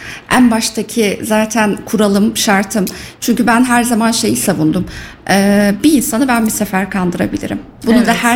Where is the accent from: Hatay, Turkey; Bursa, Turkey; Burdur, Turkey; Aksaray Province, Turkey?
Hatay, Turkey; Iskenderun; also born or lived in Gaziantep; Hatay, doğma büyüme de o taraf olunca, İskenderun Hatay olunca